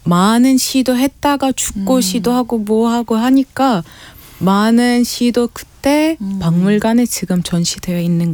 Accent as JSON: {"language": "Korean", "country": "Egypt", "moved": "yes", "said": "예, 이집트 사람으로서 예, 예. 자부심이 아주 많이 느껴지고"}